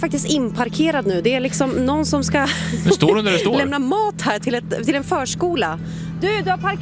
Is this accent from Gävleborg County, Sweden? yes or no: yes; Gävle, Gävleborg County, Sweden; när jag växte upp i Gävle